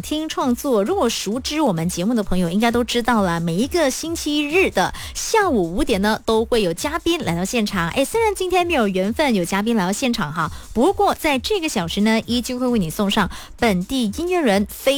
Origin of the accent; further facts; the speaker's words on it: Malaysia; 虽然我们是来自不同的种族宗教可能不同的肤色都好，但我们就是生活在马来西亚嘛，